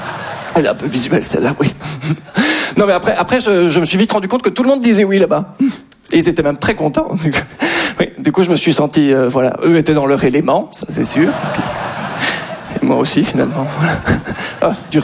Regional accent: Belgium; je suis belge.

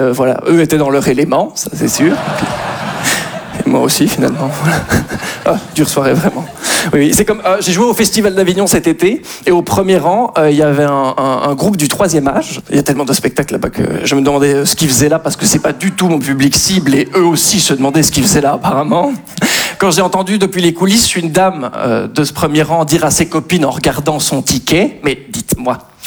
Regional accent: Belgium; je suis belge.

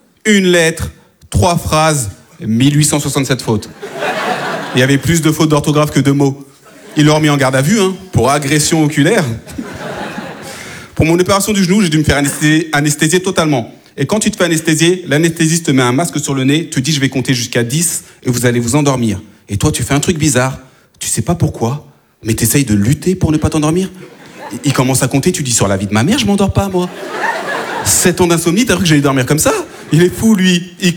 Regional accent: France; born there; Je lui dis madame, si je parle bien français, c'est peut-être parce que je suis né en France, vieille conne.

